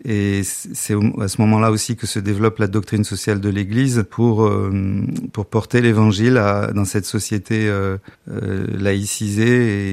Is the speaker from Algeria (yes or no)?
yes; Algeria; moved away; En fait, je suis né en Algérie après l'indépendance, dans une famille qui était en Algérie depuis 6 générations et qui a choisi de rester après l'indépendance.